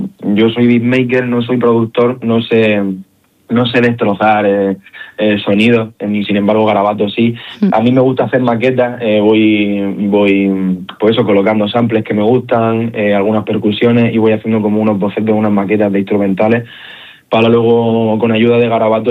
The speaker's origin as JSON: {"language": "Spanish", "town": "Murcia", "region": "Region of Murcia", "country": "Spain", "tie": "born or raised there", "said": "Y sobre todo por eso, porque está en mi ciudad, me ven los murcianos, las murcianas, mi familia."}